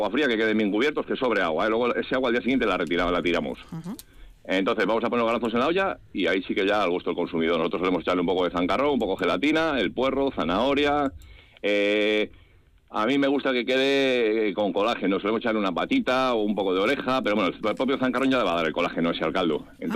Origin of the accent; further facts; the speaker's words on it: Castile and León, Spain; obligatorio que sea pico pardal de León. Sí. Pero si ya no está muy bueno, pero yo me sigo quedando con el de mi tierra.